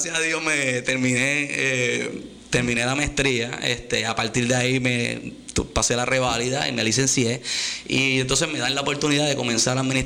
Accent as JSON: {"language": "Spanish", "town": "Moca", "country": "Puerto Rico", "tie": "born or raised there", "moved": "yes", "lives_now": "Cabo Rojo, Puerto Rico", "said": "Yo soy natural de Moca, vivo en Cabo Rojo."}